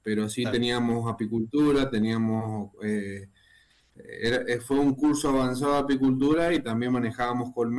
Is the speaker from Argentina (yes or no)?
yes; 3 de Mayo, Lavalle, Mendoza, Argentina; 3 de mayo. 3 de mayo es el lugar donde, el distrito de donde soy. Es un distrito de Lavalle.